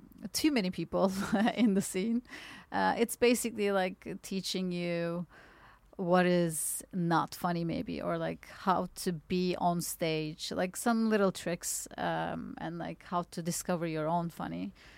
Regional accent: Istanbul, Turkey; moved away as an adult; now in Berlin, Germany; I come from Turkey and I did not do comedy back when I lived in Istanbul. I moved here for my studies and.

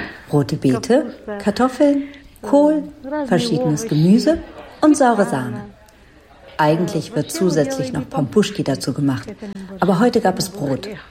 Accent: Ukraine; German is a second language; now in Germany; ich komme aus der Ukraine. Als wir zum ersten Mal in Deutschland angekommen sind, haben uns Freiwillige geholfen, in Deutschland zu bleiben.

